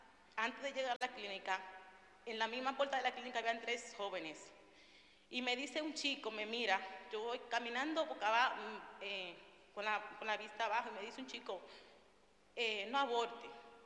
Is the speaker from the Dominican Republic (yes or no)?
yes; Dominican Republic; moved away as an adult; soy de República Dominicana, tengo 3 niños, y quedé embarazada aquí.